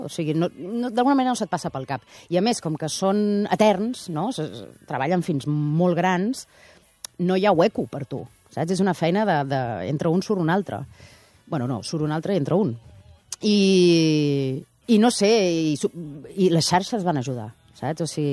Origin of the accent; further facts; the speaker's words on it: Barcelona, Catalonia, Spain; also born or lived in Oviedo; arribar aquí a Barcelona, a Catalunya, quan tenia un any. Llavors, el d'Oviedo sempre és anecdòtic, però no sóc d'Oviedo, realment. Ho poso el DNI prou.